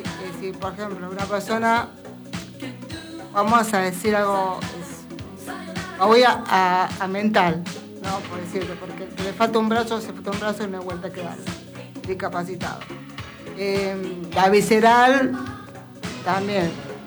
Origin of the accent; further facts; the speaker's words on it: Buenos Aires, Argentina; Sí, pero yo soy de CABA.